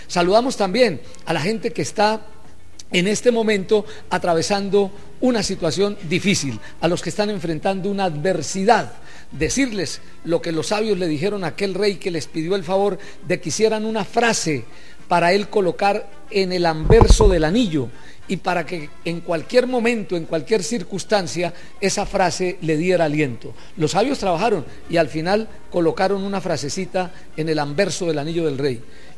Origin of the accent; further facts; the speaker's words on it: Ocaña, Norte de Santander, Colombia; moved away; Hoy me encuentro en mi pueblo natal, en la bellísima ciudad de Ocaña.